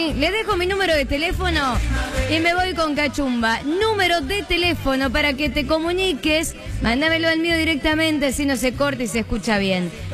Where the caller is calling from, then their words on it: Picún Leufú, Neuquén, Argentina; de Picún Leupú y te estoy escuchando por la 93.5, La Voz del Viento, ahí en Neuquén.